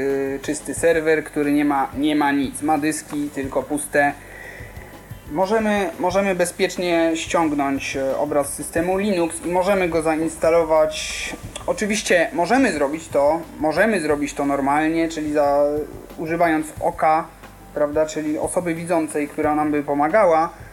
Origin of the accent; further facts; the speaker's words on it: Kraków, Lesser Poland, Poland; jestem z Krakowa i mam 20 lat.